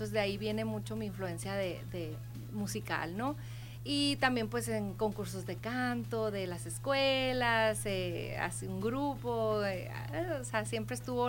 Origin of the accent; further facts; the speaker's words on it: Sonora, Mexico; Pero como buena sonorense, yo me defendía.